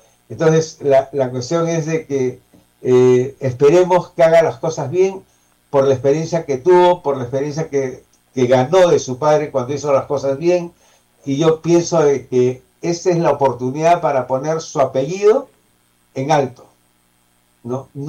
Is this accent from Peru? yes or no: yes; Peru; como personas, como peruanos